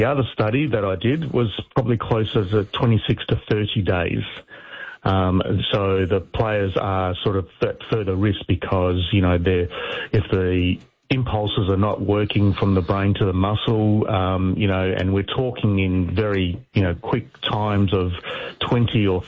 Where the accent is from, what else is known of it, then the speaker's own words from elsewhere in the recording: Perth, Western Australia, Australia; Well, I'm from Perth